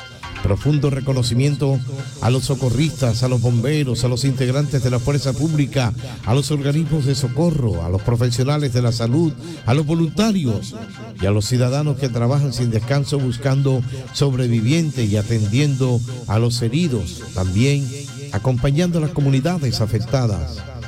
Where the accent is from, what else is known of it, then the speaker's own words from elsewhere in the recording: Colombia; Somos colombianos, somos un pueblo trabajador, valiente, solidario y resiliente.